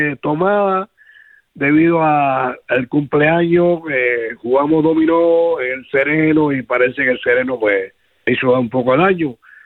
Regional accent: Villa Clara, Cuba; tú sabes que soy de Villa Clara, pero bueno, tuve mucho tiempo.

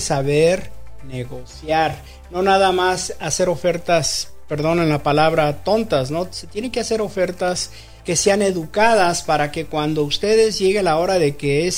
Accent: Mexico City, Mexico; moved away; yo soy de una ciudad, dicen que soy chilango, pero yo no sé.

